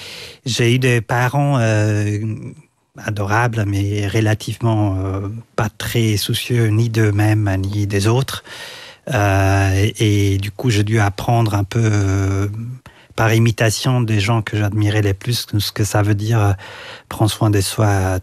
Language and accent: French; Italy; moved away; Je suis né en Italie et j'ai passé mes premières années en fait à côté de la mer, de mai à septembre.